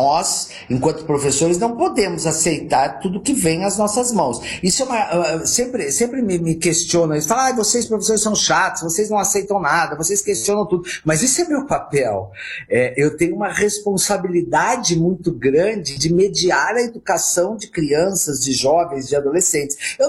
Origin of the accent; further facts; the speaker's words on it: Ourinhos, São Paulo, Brazil; em Ourinhos, que é onde eu nasci